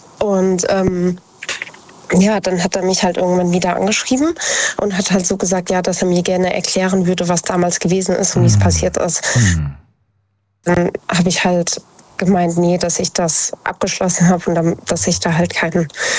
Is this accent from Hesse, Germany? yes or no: yes; Idstein, Hesse, Germany; born or raised there